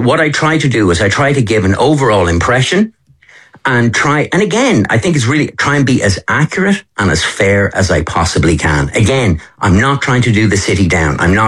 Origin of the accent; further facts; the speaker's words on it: Dublin, Leinster, Ireland; I'm in town 5 days a week. I'm from Dublin. I live in Dublin. I walk O'Connell Street all the time.